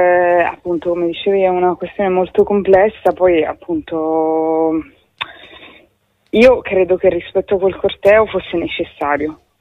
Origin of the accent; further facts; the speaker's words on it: Turin, Piedmont, Italy; non, non solo come torinese